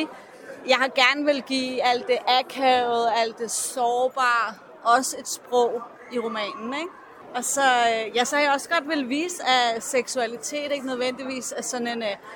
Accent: Copenhagen, Capital Region of Denmark, Denmark; Jeg er fra Vesterbro.

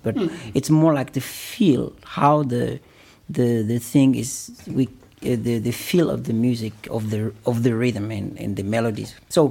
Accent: Togo; moved away; Togo. I come from Togo.

